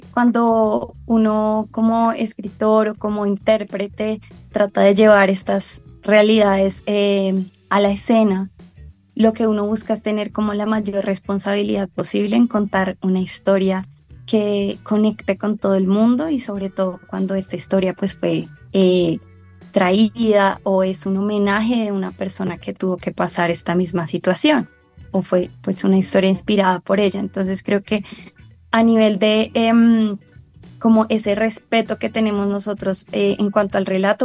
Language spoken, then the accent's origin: Spanish; Colombia; como colombianos y como latinoamericanos